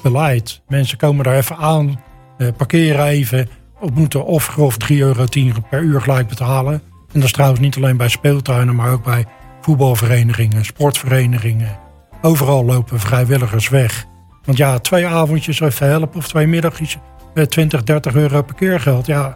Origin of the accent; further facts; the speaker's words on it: Leiden, South Holland, Netherlands; Ik ben zelf geboren in Leiden. Ik woon mijn hele leven ook al in Leiden. Ik woon nu gelukkig in een buitenwijk.